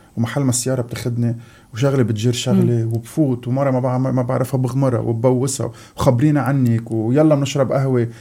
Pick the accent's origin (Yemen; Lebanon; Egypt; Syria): Lebanon; Beirut, Beirut Governorate; الناس بيسالني انت من اي ضيعة، بقول لهم انا مني من ضيعة، انا من بيروت، بس بحب الضيعة اكثر من الناس.